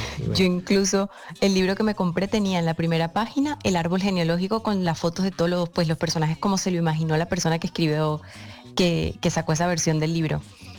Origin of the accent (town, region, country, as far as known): San Cristóbal, Táchira, Venezuela